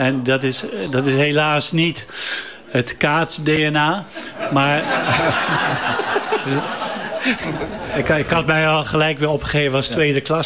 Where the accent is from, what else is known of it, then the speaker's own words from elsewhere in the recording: Groningen, Netherlands; now in Witmarsum, Netherlands; In het dorp... ik ben daar gekomen vanuit Groningen. En er werd in Witmarsum alleen maar gekaatst.